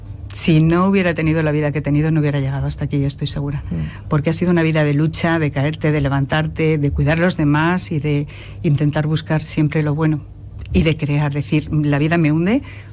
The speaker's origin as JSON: {"language": "Spanish", "town": "Tarancón", "region": "Castilla-La Mancha", "country": "Spain", "said": "Tarancón es un pueblo, a mí me gusta muchísimo, es mi pueblo."}